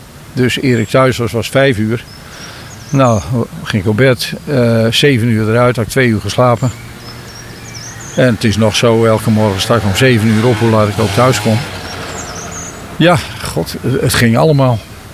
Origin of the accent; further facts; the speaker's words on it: Drenthe, Netherlands; Maar... ik ben Drent, ik pas me wel aan.